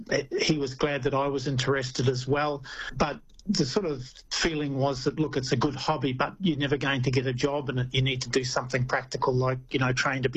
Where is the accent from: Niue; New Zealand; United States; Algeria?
New Zealand; now in Australia; I'm from New Zealand originally, and my interest came, I come off a farm